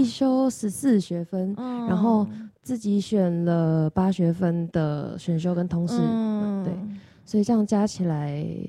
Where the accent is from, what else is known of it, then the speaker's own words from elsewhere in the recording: Kaohsiung, Taiwan; moved away as an adult; now in Taipei, Taiwan; 我不是台北人，我是高雄人